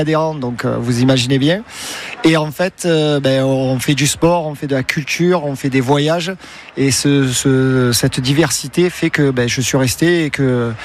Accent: Peypin, Provence-Alpes-Côte d'Azur, France; now in Marseille, France; Alors moi aujourd'hui j'habite Marseille, mais d'origine je vais dire je suis de Pépin. Je suis vraiment attaché à ce canton-là, c'est-à-dire Aubagne, Roquevert, Pépin sont vraiment mes endroits

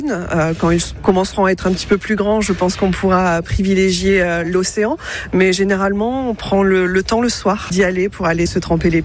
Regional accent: Saint-Émilion, Nouvelle-Aquitaine, France; je suis de Saint-Émilion.

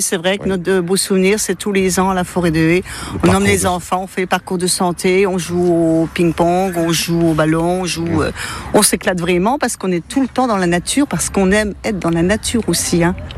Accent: Custine, Grand Est, France; nous venons de Custine. Nous allons souvent dans les Vosges emmener les petits-enfants.

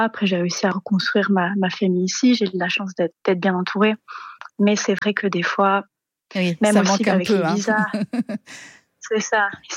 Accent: Réunion, France; moved away as an adult; now in Perth, Australia; Du coup, j'ai déménagé à Perth spécifiquement quand j'avais 18 ans.

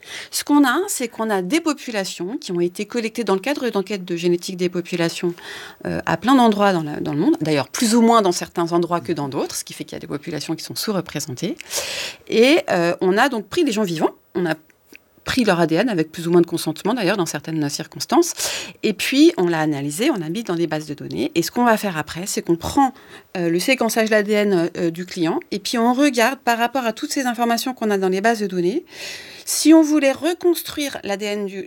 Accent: Paris, Île-de-France, France; born there; Donc moi, je suis née à Paris, donc je vais être étiquetée parisienne, alors que j'ai une partie de ma famille qui est russe, une autre partie qui est du nord de la France.

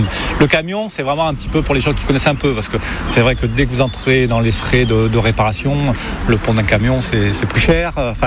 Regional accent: Malaucène, Provence-Alpes-Côte d'Azur, France; je suis de Malocène

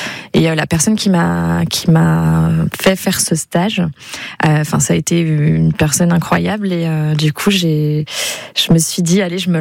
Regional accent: Grand Est, France; now in Dijon, France; Moi, je suis vosgienne, hein, je suis pas dijonnaise à la base. Je viens des Vosges.

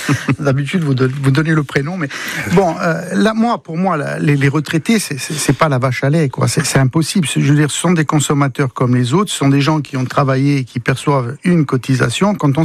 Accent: Corsica, France; Chez nous, en Corse, c'est pas pour rien.

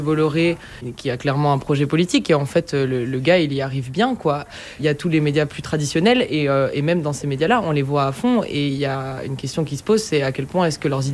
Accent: Belgium; Moi en tant que Belge ça me paraît fou quoi.

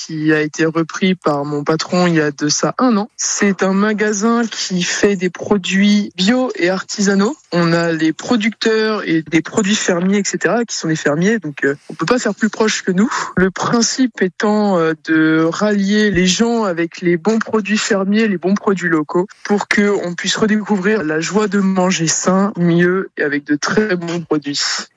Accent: Brittany, France; Je suis un breton qui aime le fromage et le pain.

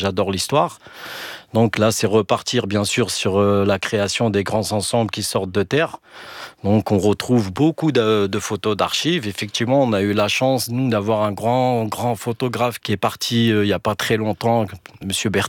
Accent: Mantes-la-Jolie, Île-de-France, France; Comme vous le rappelez, on vient des Yvelines.

